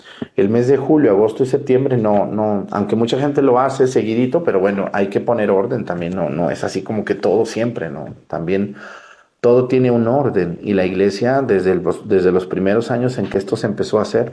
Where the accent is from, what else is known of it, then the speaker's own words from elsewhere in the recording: Mexticacán, Jalisco, Mexico; allá en mi pueblo, en Mesticacán, unas personas pues me ayudaron